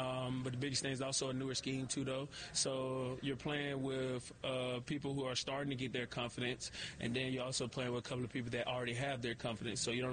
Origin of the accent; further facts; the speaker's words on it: Jacksonville, Florida, United States; Yeah, I go back to my hometown, man. Yeah. Jacksonville, that's where I got drafted